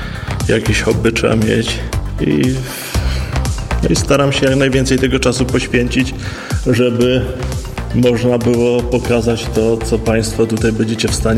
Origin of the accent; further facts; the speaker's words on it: Szczyrk, Silesian Voivodeship, Poland; Urodziłem się w Szczyrku, no i do dzisiaj mieszkam w Szczyrku.